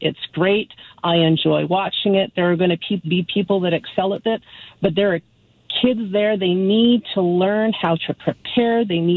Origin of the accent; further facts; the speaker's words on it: Richmond, British Columbia, Canada; now in Delta, Canada; I grew up in Richmond